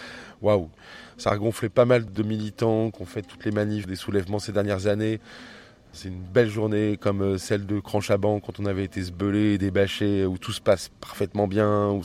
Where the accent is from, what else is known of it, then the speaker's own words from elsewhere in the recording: Beauvais, Hauts-de-France, France; born there; Je suis né à Beauvais